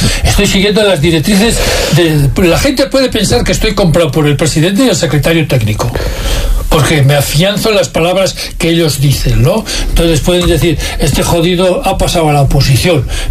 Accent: Spain

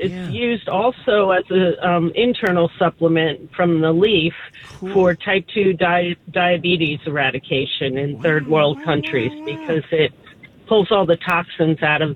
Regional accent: Belmar, New Jersey, United States; I'm from Belmar. Belmar, New Jersey.

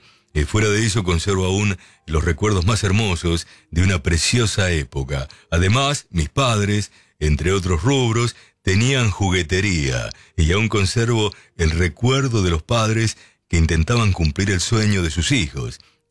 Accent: Lincoln, Buenos Aires Province, Argentina; born there; moved away; also born or lived in Necochea; yo no nací allí. Yo nací en la ciudad de Lincoln, y luego vine a estudiar a esta ciudad de Buenos Aires y me fui, me radiqué allí en Necochea, volviendo siempre a Lincoln, claro, sin olvidarme de mi ciudad

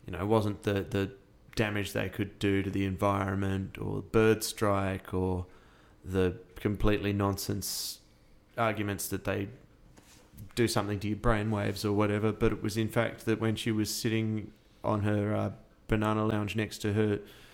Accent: Sydney, New South Wales, Australia; born there

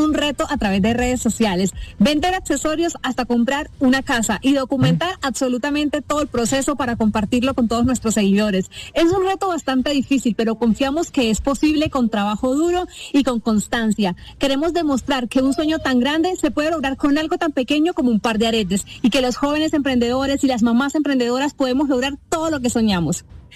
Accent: Norte de Santander, Colombia; now in Bogotá, Colombia; comunicadora social, oriunda de la región del Catatumbo, actualmente vivo en Bogotá

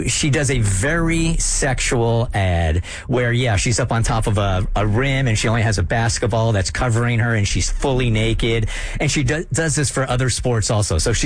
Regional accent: California, United States; now in Atlanta, United States; I'm from California

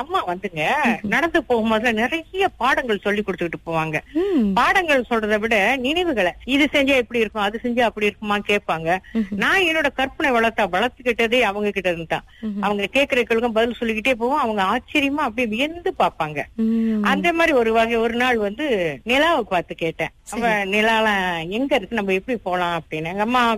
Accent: Kuala Lumpur, Malaysia; நான் பிறந்த ஊர் வந்து கோலாலம்பூர் தான். எடிம்ப்ரோ தோட்டம்னு ஒரு தோட்டத்துல பிறந்தேன். 6 வயது வரைக்கும் அந்த ஸ்கூல்ல அங்கதான் இருந்தோம். அதற்கப்புறம் பட்டணத்துக்கு வந்துட்டோம். ஆனா நான் படிச்சதுலாம் எடிம்ப்ரோ தமிழ் பள்ளி.

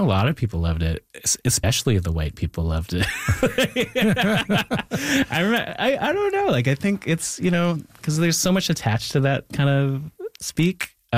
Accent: Thunder Bay, Ontario, Canada; And I bring that back even to growing up in Thunder Bay where like, there is like, a lot of tensions between the Indigenous and non-Indigenous communities up there.

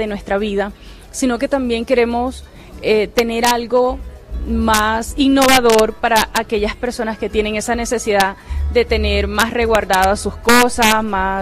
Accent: Colombia; first language Arhuaco; Spanish is a second language; Los estoy saludando en mi lengua nativa y les estoy diciendo

